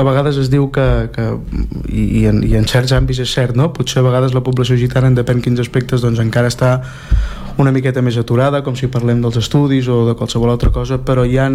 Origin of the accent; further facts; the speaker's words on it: Barcelona, Catalonia, Spain; Nosaltres som catalans de pura cepa, sí. El parlem a casa des de sempre i sí, el parlem, aquí el parlem molt.